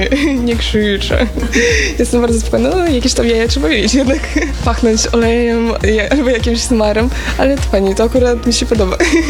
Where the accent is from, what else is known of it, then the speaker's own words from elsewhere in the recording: Ukraine; Polish is a second language; now in Poland; że jestem z Ukrainy